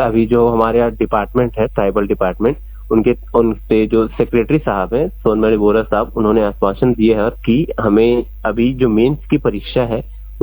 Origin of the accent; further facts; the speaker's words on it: Janjgir-Champa, Chhattisgarh, India; now in Delhi, India; मैं जिला जांजगीर चांपा छत्तीसगढ़ का निवासी हूँ।